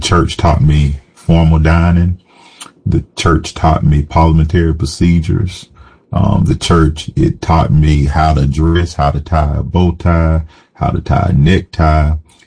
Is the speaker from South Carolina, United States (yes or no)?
yes; Rock Hill, South Carolina, United States; accent: Southern; now in New Haven, United States; My childhood, it was in Rock Hill, South Carolina. It was a very humble beginning, country boy at heart. And so I grew up in a community where we had our own farm.